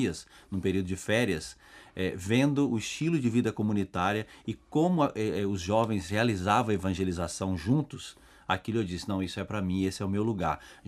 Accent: Rio Pomba, Minas Gerais, Brazil; Eu sou natural de Rio Pomba, Minas Gerais, quase divisa com Rio de Janeiro.

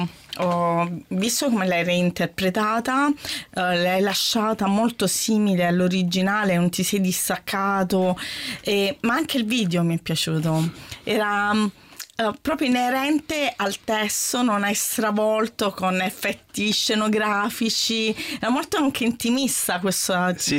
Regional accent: Taranto, Apulia, Italy; io essendo tarantina mi ci sono ritrovata subito.

